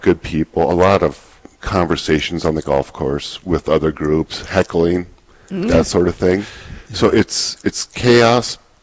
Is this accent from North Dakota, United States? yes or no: yes; Bismarck, North Dakota, United States; Born and raised in Bismarck.